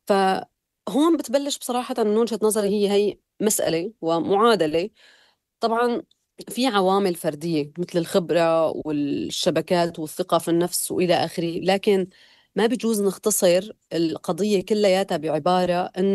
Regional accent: Syria; moved away as an adult; now in Germany

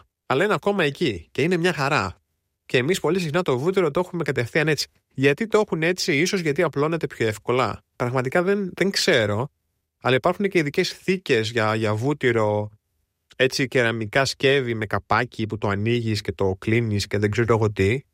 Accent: Greece; now in Germany; εγώ ως γανήσιος Έλλην με 50 δέντρα κάπου στη Μεσσηνία

